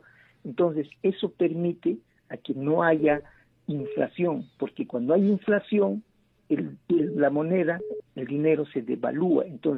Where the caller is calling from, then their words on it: Juliaca, Puno, Peru; aquí, de acá de Juliaca.